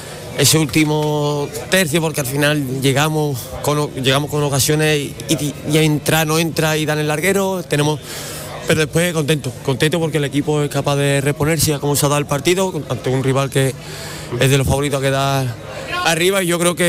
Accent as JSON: {"language": "Spanish", "town": "Huelva", "region": "Andalusia", "country": "Spain", "said": "Yo siempre cuando sale el calendario, pues soy de Huelva, lo primero que hago es mirar el partido del Recre"}